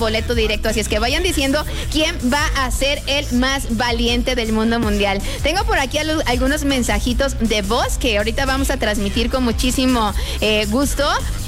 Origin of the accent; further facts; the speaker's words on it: Mexico; recordar que somos mexicanos, que somos hermanos y que México es un país hermoso, que somos libres